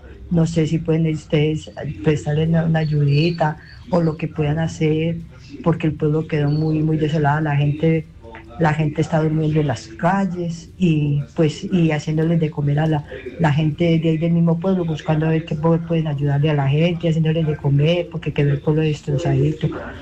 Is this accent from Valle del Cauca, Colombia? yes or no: yes; Argelia, Valle del Cauca, Colombia; now in Cartago, Colombia; Llamo de acá, de Cartago, yo soy de Argelia.